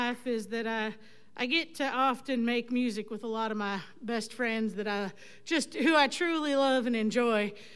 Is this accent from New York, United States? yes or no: no; North Dakota, United States; moved away; because I grew up in North Dakota.